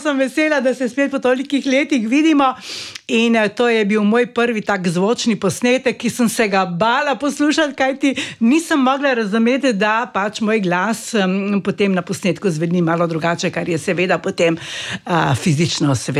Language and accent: Slovenian; Primorska, Slovenia; accent: Primorska dialect; Mi smo Primorci in je prav tudi, da zagovarjamo oziroma prenašamo na naše rodove to našo lepo spevno narečje.